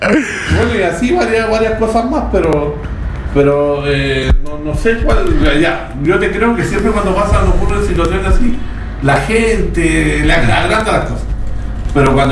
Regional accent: Antofagasta, Chile; nosotros que crecimos en Pedro y en María con tanta tranquilidad y tanta paz

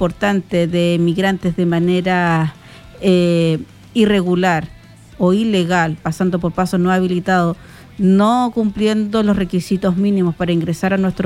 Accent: Tarapacá, Chile; nosotros como ciudadanos chilenos, como quienes vivimos en nuestro país

